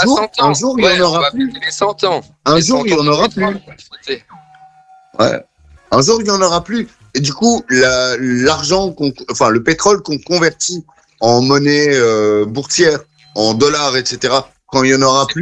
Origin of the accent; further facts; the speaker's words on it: Belgium; moi je suis belge, je suis pas français, donc j'ai pas la même, je suis pas issu de la même culture que vous.